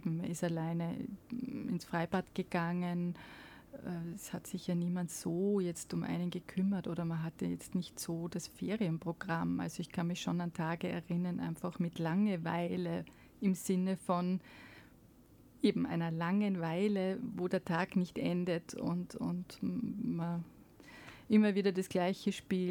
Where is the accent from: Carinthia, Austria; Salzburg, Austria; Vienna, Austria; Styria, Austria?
Salzburg, Austria; Ja, ich bin sehr städtisch aufgewachsen, zwar in Salzburg, aber in dem dichtesten Stadtteil der Stadt in Lehn.